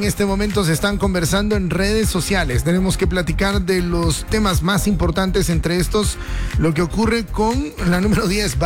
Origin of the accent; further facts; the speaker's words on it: Guatemala; lo que nos va a doler como fútbol guatemalteco